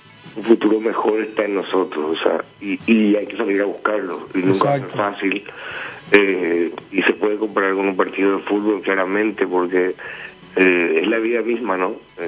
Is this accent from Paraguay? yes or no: yes; Paraguay; nosotros nos fuimos al Panteón como paraguayo a festejar